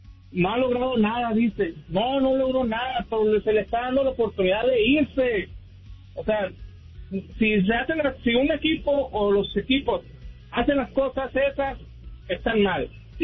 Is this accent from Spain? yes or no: no; Mexico; que hay que tratar de hacer las cosas un poco mejor como mexicanos.